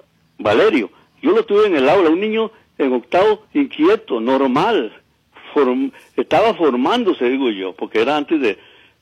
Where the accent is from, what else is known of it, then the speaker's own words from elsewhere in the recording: Costa Rica; yo me pongo a pensar como costarricense